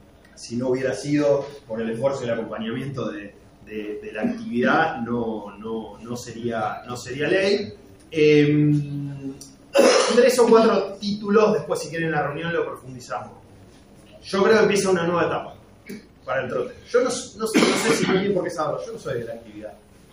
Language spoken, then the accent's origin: Spanish; Pehuajó, Buenos Aires Province, Argentina; soy diputado de la provincia de Buenos Aires, soy de Pehuajó, cuarta sección electoral